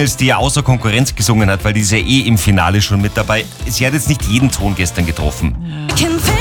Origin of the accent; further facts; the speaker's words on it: Germany; now in Austria; ich bin ja Deutscher.